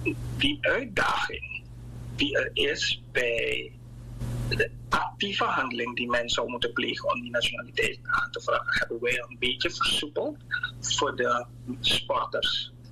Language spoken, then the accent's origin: Dutch; Suriname; ik denk dat wij als Surinamer toch wel in een nadere stadium moeten gaan kijken naar het eigenlijk realiseren van onze wetgeving met betrekking tot naturalisatie.